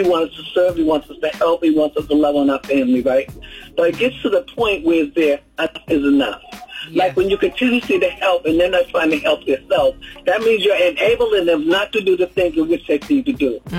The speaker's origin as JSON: {"language": "English", "town": "Charlotte", "region": "North Carolina", "country": "United States", "said": "I'm from North Carolina, Charlotte."}